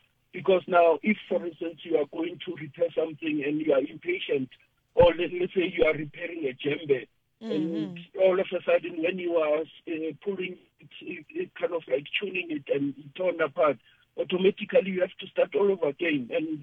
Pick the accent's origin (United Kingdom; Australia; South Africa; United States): South Africa; I'm from South Africa.